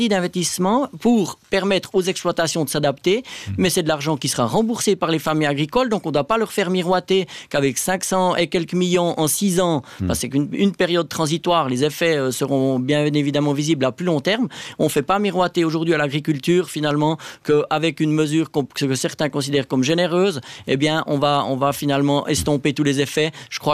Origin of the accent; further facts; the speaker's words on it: Jura Arc, Switzerland; je viens d'une région de l'Arc jurassien qui en vit.